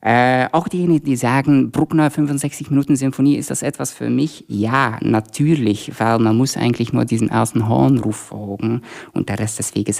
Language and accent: German; Belgium; German is a second language; now in Germany; weil ich komme ursprünglich aus Belgien